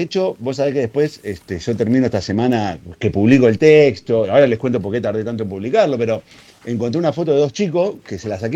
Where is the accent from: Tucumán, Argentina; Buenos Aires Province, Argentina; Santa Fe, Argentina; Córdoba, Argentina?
Santa Fe, Argentina; Rosario; now in Buenos Aires, Argentina; Un rosarino que vive por varios lados, pero ahora estoy en Buenos Aires.